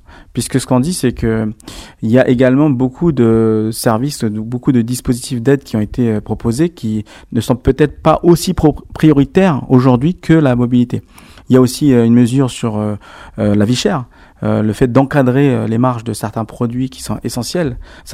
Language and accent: French; Nouméa, South Province, New Caledonia; dans les quartiers nord de Nouméa, là où j'ai grandi.